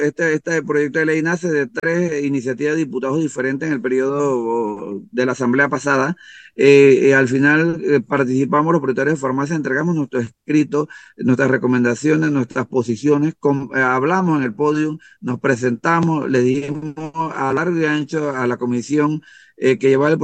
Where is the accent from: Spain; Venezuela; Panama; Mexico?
Panama